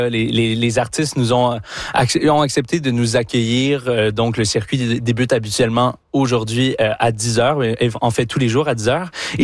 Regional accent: Magog, Quebec, Canada; je suis natif de Magog, ici dans la région

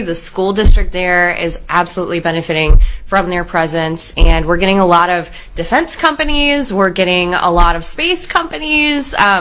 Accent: Round Rock, Texas, United States; born or raised there

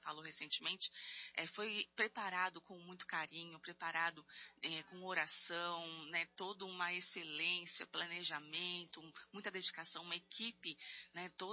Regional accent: Northeast Region, Brazil; Eu sou do Nordeste.

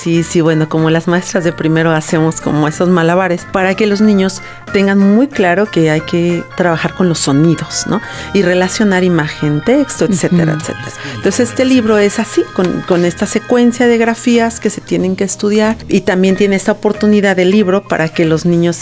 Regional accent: Jocotepec, Jalisco, Mexico; en Jocotepec lo acabo de presentar también, que es mi municipio, uh-huh, que es mi tierra.

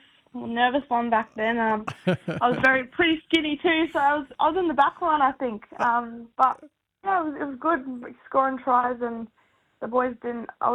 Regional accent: Brisbane, Queensland, Australia; also born or lived in Logan; I'm from Brizzy. Brizzy girl. I am from the Beer Pie mob.

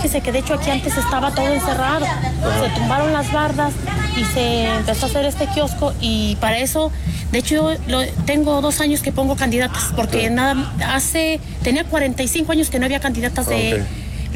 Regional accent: El Ahijadero, Mexico; born there; moved away as an adult; now in Montemariana, Mexico; Originaria de, nací en El Ahijadero.

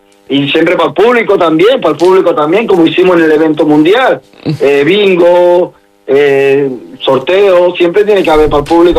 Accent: Melilla, Spain; accent: Melilla; yo creo que nuestro acento melillense a la hora de hablar, no sé, me resulta mucho más gracioso que los demás, no porque sea de Melilla, sino porque es una mezcla, ¿sabes?

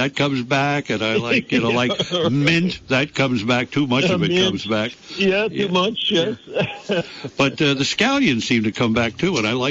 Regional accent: Bronx, New York, United States; when I was a kid growing up in the Bronx

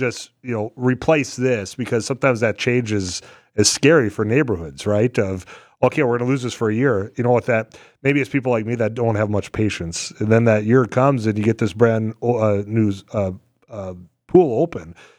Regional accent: Leeds, North Dakota, United States; you know, back in my hometown of Leeds, you know, Class B, town of 450 people

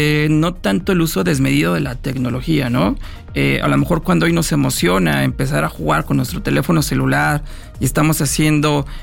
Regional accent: Mexico

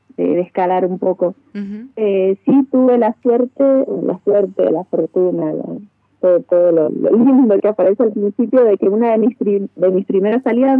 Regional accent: Mendoza, Argentina; also born or lived in Patagonia; todos los productos que nos orgullecen como mendocinos.

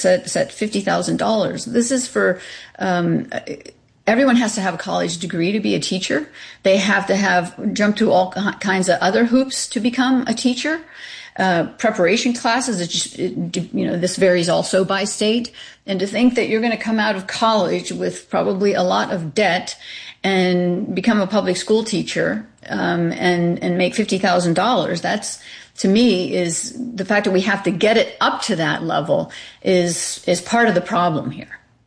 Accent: Pennsylvania, United States; I know Pennsylvania did this a few years back. That's my home state.

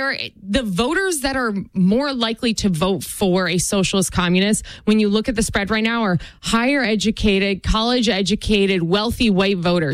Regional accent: Rochester, New York, United States; born or raised there

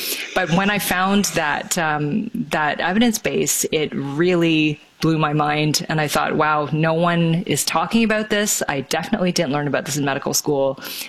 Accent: Toronto, Ontario, Canada; I grew up in the suburbs of Toronto, and a big part of my Nature Connection story has to d

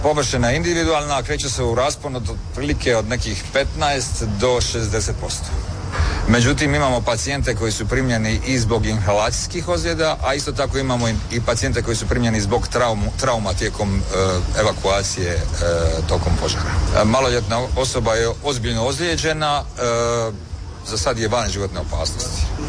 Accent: Omiš, Split-Dalmatia County, Croatia; Ja sam iz Omiša

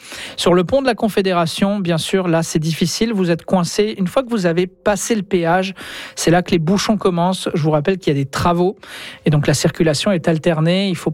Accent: Quebec, Canada; accent: North American; Je dis les choses comme elles viennent avec mon accent bien de l'autre bord de l'Atlantique.

